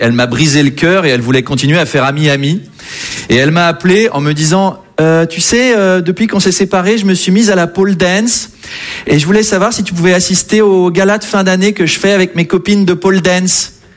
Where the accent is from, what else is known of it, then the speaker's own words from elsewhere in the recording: Versailles, Île-de-France, France; moi je viens de Versailles. Moi j'ai passé 22 ans de ma vie là-bas.